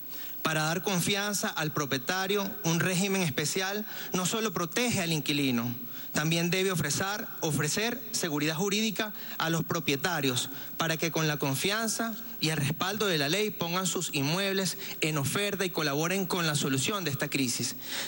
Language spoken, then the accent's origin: Spanish; Venezuela; vivimos como venezolanos